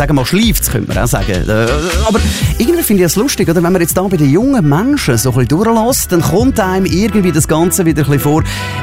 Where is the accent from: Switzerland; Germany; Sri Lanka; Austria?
Switzerland; Das könnte man durchaus vorstellen als Jugendwort bei uns in der Schweiz.